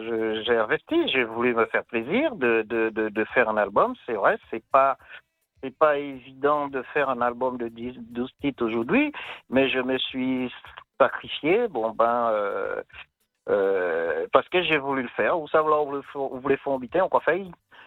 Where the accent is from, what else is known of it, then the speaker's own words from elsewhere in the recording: Baillif, Guadeloupe; now in France; moi, je viens de la Guadeloupe, de Baïf, précisément, section Saint-Aubert. Je suis en métropole depuis des années 80.